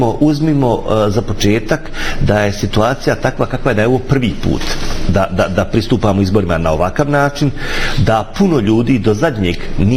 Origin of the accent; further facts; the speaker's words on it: Federation of Bosnia and Herzegovina, Bosnia & Herzegovina; kao Bošnjak iz Unsko-sanskog kantona u 30 godina nakon rata u Unsko-sanskom kantonu se ni za šta nisu pitali ni Dodik, ni Čović